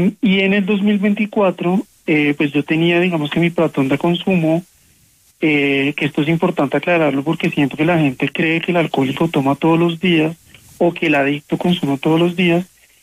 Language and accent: Spanish; Bogotá, Colombia